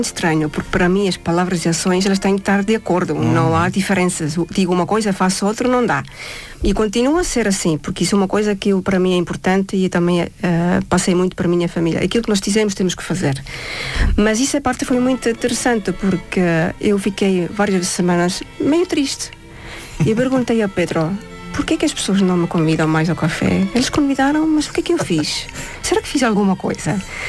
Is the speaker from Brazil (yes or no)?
no; Estonia; Portuguese is a second language; moved away as an adult; now in Portugal; eu também era muito jovem quando saí da Estónia, não é? Eu tinha 19 anos